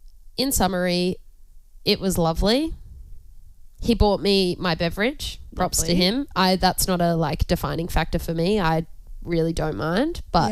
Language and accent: English; Adelaide Hills, South Australia, Australia; now in Darwin, Australia; where you grew up. And of course, I can talk about the Adelaide Hills for days.